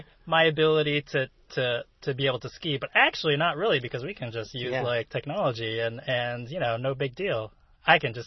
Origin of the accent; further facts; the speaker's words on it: Massachusetts, United States; growing up in Massachusetts, it's always like, well, obviously you go to Vermont, you go to New Hampshire to go skiing.